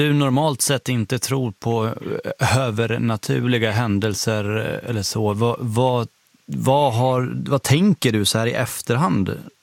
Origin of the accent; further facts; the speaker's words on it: Dalarna County, Sweden; Det är mina hemtrakter, eller på att säga. Jag är från Dalarna själv också, så då känner jag mig trygg.